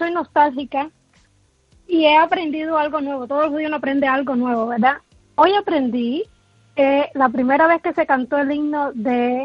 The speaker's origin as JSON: {"language": "Spanish", "town": "Santa Clara", "region": "Villa Clara", "country": "Cuba", "said": "Yo no soy de La Habana, yo soy del interior de Santa Clara"}